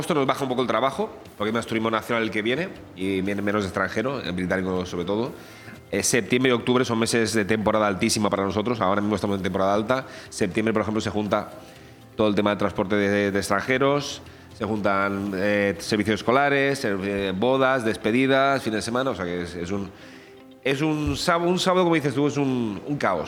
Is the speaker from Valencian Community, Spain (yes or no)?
yes; Benidorm, Valencian Community, Spain; Nosotros somos de Benidorm